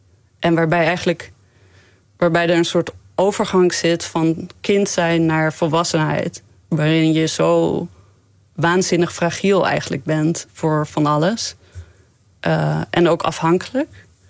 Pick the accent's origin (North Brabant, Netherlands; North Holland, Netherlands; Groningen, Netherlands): Groningen, Netherlands; Ja, ik ben gewoon Nederlands uit Groningen.